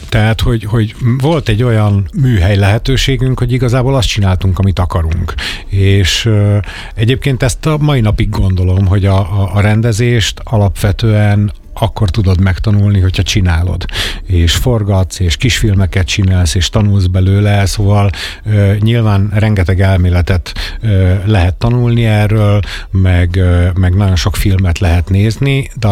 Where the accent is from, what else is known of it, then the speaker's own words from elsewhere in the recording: Pécs, Baranya, Hungary; moved away as an adult; now in Budapest, Hungary; én pécsi srác vagyok